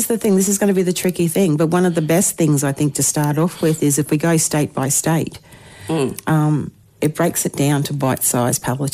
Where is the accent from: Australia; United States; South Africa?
Australia; as Australian citizens